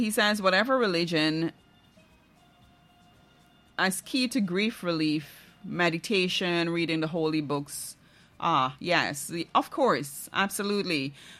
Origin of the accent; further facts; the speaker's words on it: Barima-Waini, Guyana; moved away; I am from Region 1.